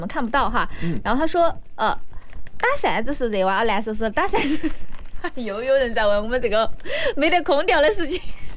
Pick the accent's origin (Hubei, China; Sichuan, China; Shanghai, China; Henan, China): Sichuan, China; 我们四川人都会把它读成五